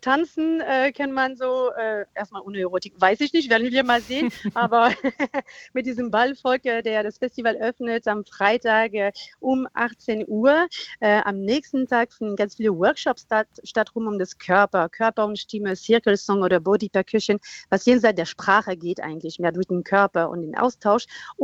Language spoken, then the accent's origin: German; France; now in Brandenburg, Germany; erstmal bin ich Französin.